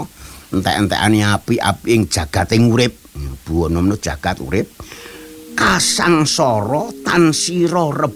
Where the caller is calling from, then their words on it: Boyolali, Central Java, Indonesia; donga kula saking Boyolali Ki Dalang Sigit lan ibu pinaringan kayuanan ing salami-laminipun